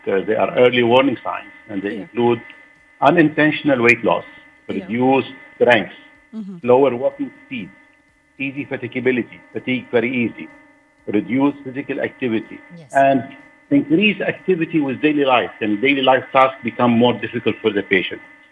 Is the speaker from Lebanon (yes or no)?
yes; Lebanon; also born or lived in Arizona, United States; now in Kuwait; Well, I'm from Lebanon.